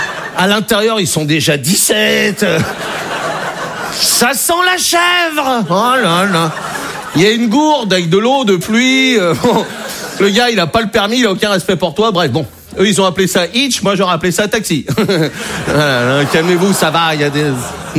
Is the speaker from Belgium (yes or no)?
no; Brittany, France; je suis breton, j'ai 20 ans.